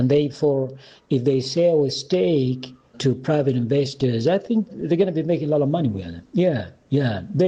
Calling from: Lusaka, Lusaka Province, Zambia; from Lusaka, Zambia.

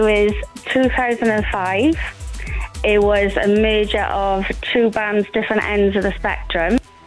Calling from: Caerphilly, Wales, United Kingdom; Caerphilly, South Wales.

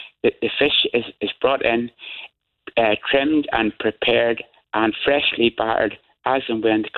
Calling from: Belfast, Northern Ireland, United Kingdom; I'm a second generation potato merchant just outside Belfast

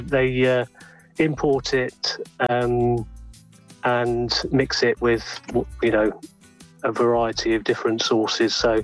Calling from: Warwick, West Midlands, United Kingdom; we're currently just outside of York, but we're from Warwick.

